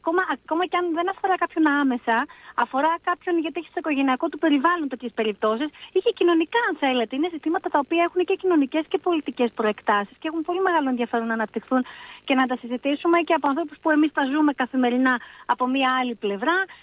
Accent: Kefalonia, Ionian Islands, Greece; Εγώ είμαι Κεφαλονίτισσα, αλλά ο άντρας μου είναι από την Άξο.

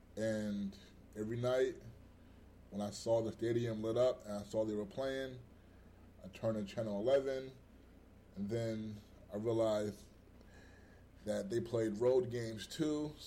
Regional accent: New York City, New York, United States; I grew up in the Harlem, Washington Heights area in Upper Manhattan.

